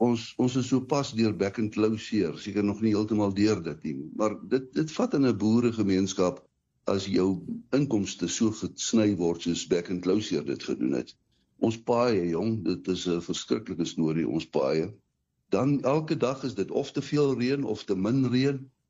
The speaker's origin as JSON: {"language": "Afrikaans", "town": "Tweeling", "region": "Free State", "country": "South Africa", "said": "mense vra vir my, waar kom jy vandaan? Dan sê ek Tweeling, dan sê hulle, waar is dit? Dan sê ek, man, dis tussen Ryds in Frankfurt. Maar weet jy, Tweeling is eintlik die poort na Clarence"}